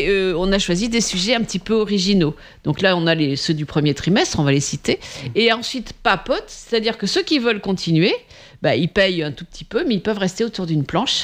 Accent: Nouvelle-Aquitaine, France; moi, je suis originaire du Périgord

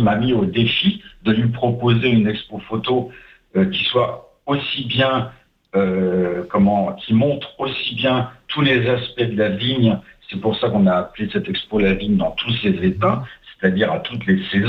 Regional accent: Grand Est, France; now in Saint-Gély-du-Fesc, France; chez moi en Champagne

